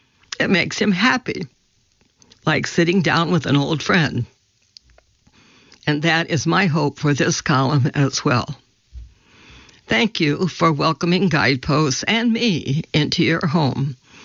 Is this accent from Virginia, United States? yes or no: yes; Roanoke, Virginia, United States; I grew up in Roanoke, Virginia, the second of four children. Mom worked for a nonprofit, and Dad was a judge.